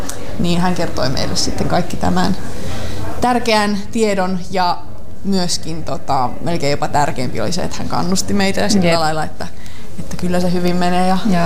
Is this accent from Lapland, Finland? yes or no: yes; Ivalo, Lapland, Finland; Mä olin kotipuolessa täällä Ivalossa